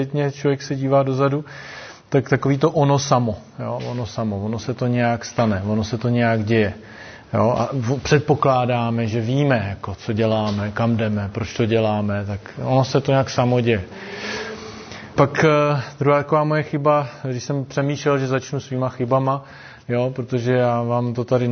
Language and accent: Czech; Brno, South Moravian Region, Czechia; Jsem původně z Brna, co bych ještě řekl, dělal jsem vězeňského kapla na nějaký čas